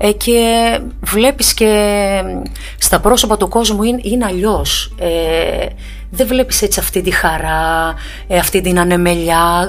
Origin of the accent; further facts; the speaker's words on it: Katerini, Central Macedonia, Greece; Εδώ, από Κατερίνη.